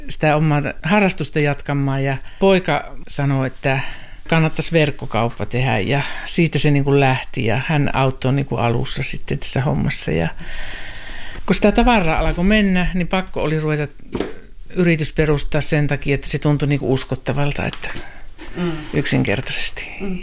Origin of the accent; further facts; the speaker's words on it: Sotkamo, Kainuu, Finland; moved away as an adult; also born or lived in Kajaani; now in Ilomantsi, Finland; Ja minun juuret on syvästi Sotkamossa ja Sotkamon jymyissä, mutta aikuiselämä asunut Kajaanissa.